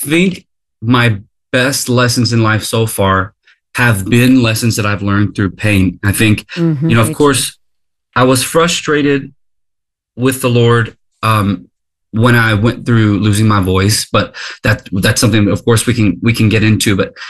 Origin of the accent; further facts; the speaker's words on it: Texas, United States; I grew up in Texas.